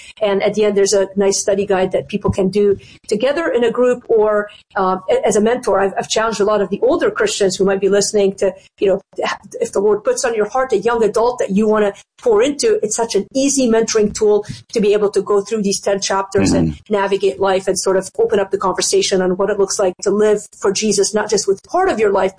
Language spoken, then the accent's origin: English; Lebanon; now in Chicago, United States; the Middle East, which is where I'm originally from. I grew up in Lebanon.